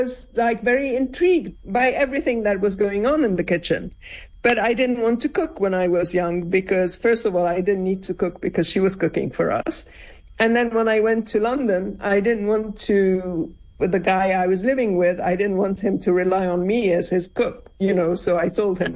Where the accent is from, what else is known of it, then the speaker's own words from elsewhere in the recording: Lebanon; I was born and lived in Lebanon before any of the troubles and in Syria